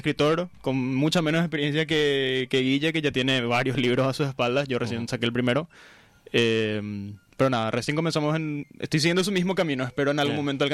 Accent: Asunción, Paraguay; born there; moved away as an adult; now in Fernando de la Mora, Paraguay; yo nací acá cerca en Asunción. Pero desde hace 7, 8 años que también vivo en Fernando de la Mora.

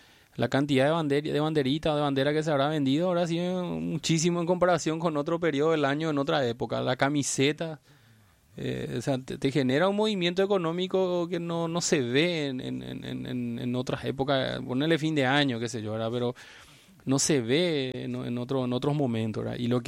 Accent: Paraguay

